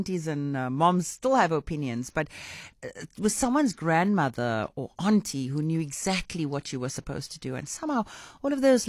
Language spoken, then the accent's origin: English; Cape Town, Western Cape, South Africa; I'm from Cape Town, and like so many Capetonians, I come from a wonderfully mixed cultural background.